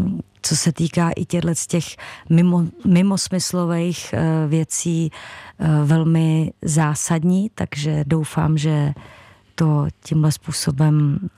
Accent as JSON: {"language": "Czech", "town": "Hradec Králové", "region": "Hradec Králové Region", "country": "Czechia", "tie": "born or raised there", "said": "já jsem vlastně v té době se vrátila do Hradce, do svého rodného města, a začala jsem tam pobývat většinu svého času"}